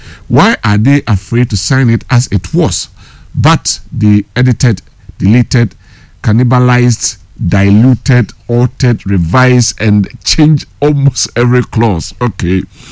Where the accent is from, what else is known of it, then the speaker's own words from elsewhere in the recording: Bantama, Ashanti, Ghana; Good morning. … from Bantama in the Center West District.